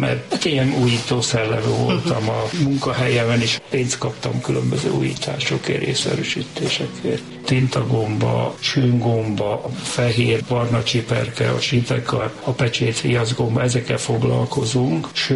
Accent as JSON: {"language": "Hungarian", "region": "Budapest", "country": "Hungary", "tie": "born or raised there", "said": "47-ben születtem Budapesten, egy pincelakásba éltem 10 évig szüleimmel."}